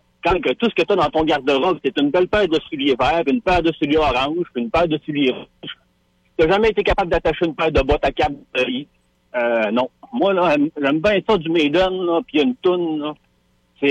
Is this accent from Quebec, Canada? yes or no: yes; Quebec, Canada; born there; also born or lived in Loretteville, Quebec City / Beauce; je suis né à Québec, je suis né à Loretteville. J'ai grandi au Saguenay, j'ai grandi dans la Beauce